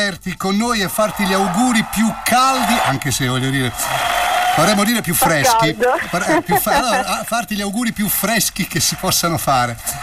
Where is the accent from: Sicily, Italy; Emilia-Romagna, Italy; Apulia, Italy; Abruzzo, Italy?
Apulia, Italy; noi pugliesi